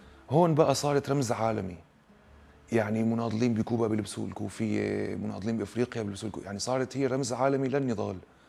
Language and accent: Arabic; Palestine; أنا فلسطيني.